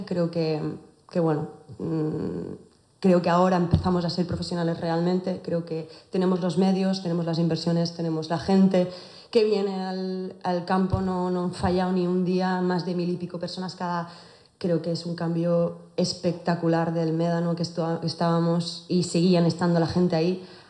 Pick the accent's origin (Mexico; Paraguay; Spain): Spain; Tenerife, Canary Islands; Soy una tinerfeña, soy una isleña, soy de Tenerife y esta es y será mi casa.